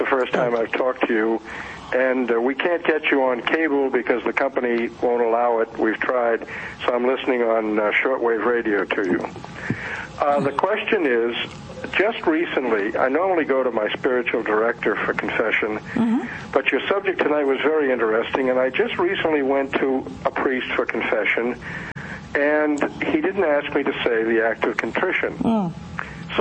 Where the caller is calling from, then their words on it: Delaware, United States; Delaware.